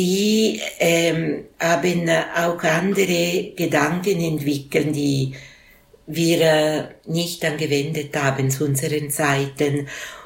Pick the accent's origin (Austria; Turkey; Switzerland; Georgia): Switzerland; Ich bin auch eine Schweizerin, aber nicht nur.